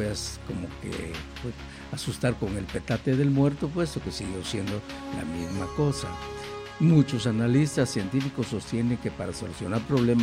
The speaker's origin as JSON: {"language": "Spanish", "country": "Guatemala", "said": "siempre seguiremos siendo los mismos guatemaltecos."}